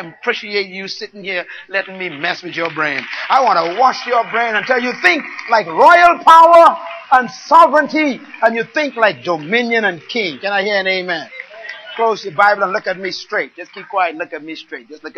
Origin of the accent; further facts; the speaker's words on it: Bain Town, New Providence, Bahamas; born there; I was born in Baintown